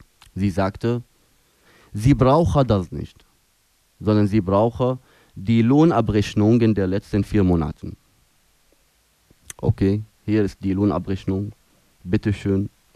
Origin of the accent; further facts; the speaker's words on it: Aleppo, Aleppo Governorate, Syria; now in Berlin, Germany; Aleppo, wo ich aufgewachsen bin, und Berlin, wo ich jetzt lebe.